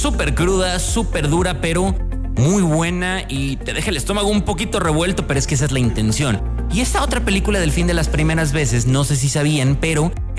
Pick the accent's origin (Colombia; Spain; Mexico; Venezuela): Mexico; entretenimiento y lo cumple perfectamente, más a nosotros siendo mexicanos.